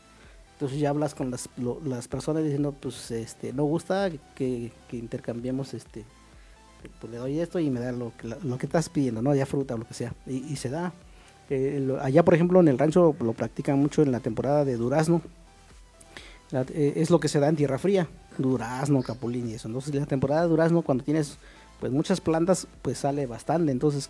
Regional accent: Santa Lucía, Puntarenas, Costa Rica; Santa Lucía, Monteverde.

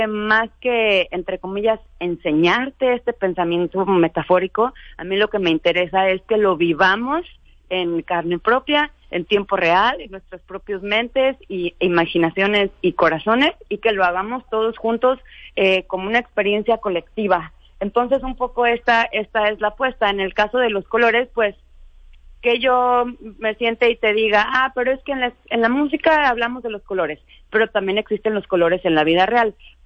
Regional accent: Guadalajara, Jalisco, Mexico; now in Mexico City, Mexico; yo soy de Guadalajara y ahorita vivo en Ciudad de México

